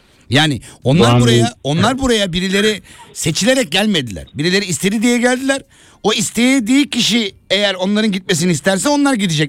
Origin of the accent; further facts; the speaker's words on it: Kocaeli, Turkey; Bir Kocaelili olarak